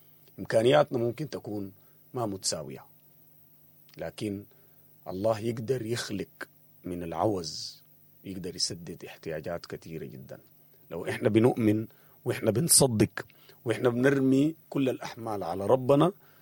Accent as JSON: {"language": "Arabic", "country": "Sudan", "said": "والموضوع ده في حد ذاته مهم جدا لنا أن إحنا كسودانيين وبالذات في الوقت الحالي"}